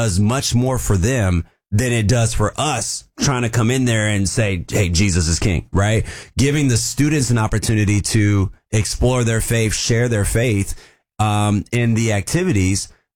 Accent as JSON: {"language": "English", "town": "Vancouver", "region": "Washington", "country": "United States", "tie": "born or raised there", "said": "So I grew up in Vancouver, Washington."}